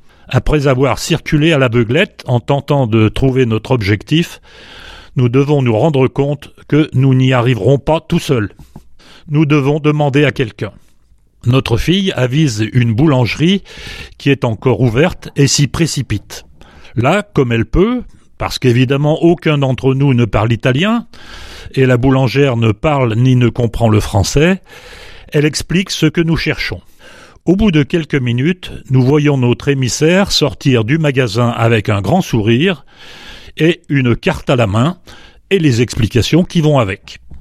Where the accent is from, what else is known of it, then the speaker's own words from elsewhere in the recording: France; Nous sommes français et nous cherchons français.